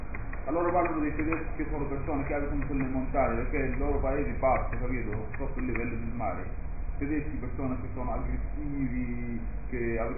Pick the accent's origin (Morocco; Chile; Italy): Morocco; Italian is a second language; moved away; also born or lived in Netherlands; Come marocchino, quindi qua capisco in dialetto siciliano